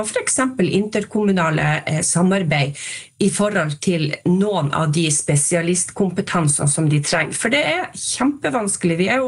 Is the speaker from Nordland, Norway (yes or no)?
yes; Nordland, Norway; jeg kommer selv fra Nordland.